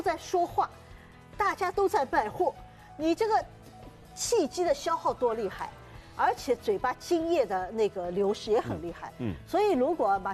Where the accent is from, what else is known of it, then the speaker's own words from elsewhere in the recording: China; 就我们中国人的特点就是经常要家里人聚在一起。